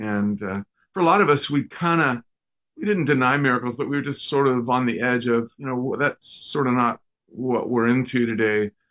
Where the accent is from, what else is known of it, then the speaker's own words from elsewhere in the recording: Texas, United States; born there; moved away; also born or lived in Hawaii; I was born in Texas.